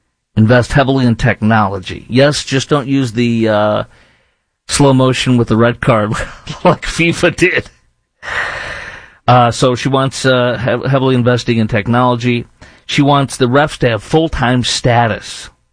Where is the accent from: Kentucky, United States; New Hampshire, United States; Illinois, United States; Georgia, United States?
Illinois, United States; Chicago; now in Dallas-Fort Worth, United States; where I'm sitting in Dallas-Fort Worth, obviously my hometown is Chicago, whenever I go there